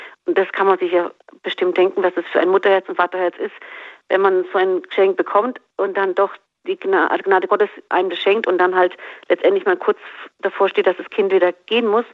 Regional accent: Medjugorje, Federation of Bosnia and Herzegovina, Bosnia & Herzegovina; sind wir zusammen mit ihr in meine Heimat, meine Eltern nach Bosnien-Herzegowina, nach Medjugorje.

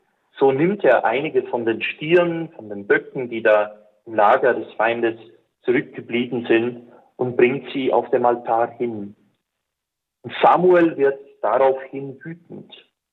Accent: Belgium; German is a second language; Das Land, wo ich herkomme, Belgien, wurde 1990 als eines der ersten der europäischen Länder die Abtreibung legalisiert.

